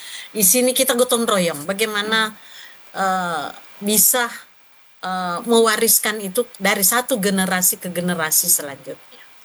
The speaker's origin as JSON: {"language": "Indonesian", "region": "South Sulawesi", "country": "Indonesia", "said": "sebagai generasi masyarakat Bugis dan Makassar."}